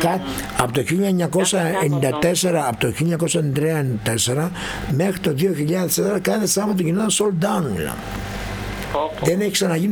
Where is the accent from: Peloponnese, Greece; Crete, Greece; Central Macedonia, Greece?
Central Macedonia, Greece; Kalamaria; Εγώ επειδή ήμουν από την Καλαμαριά